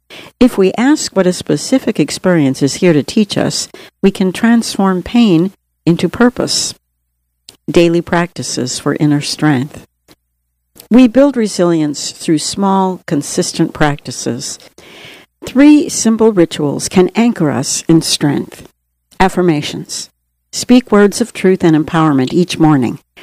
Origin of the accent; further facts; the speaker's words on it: Namibia; Growing up in Namibia